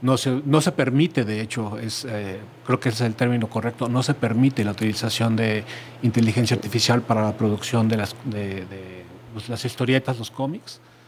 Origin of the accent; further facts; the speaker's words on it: Mexico; Somos mexicanos.